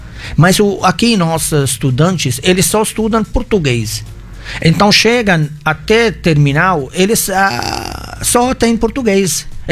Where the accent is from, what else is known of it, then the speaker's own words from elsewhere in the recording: Byblos, Keserwan-Jbeil, Lebanon; Portuguese is a second language; moved away as an adult; now in Mossoró, Brazil; nós somos de Biblos. Biblos é o berço dos fenícios. Então, está no sangue.